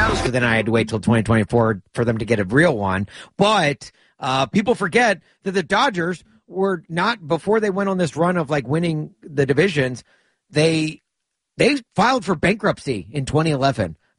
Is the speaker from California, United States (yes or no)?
yes; Los Angeles, California, United States; born there; I was born in Los Angeles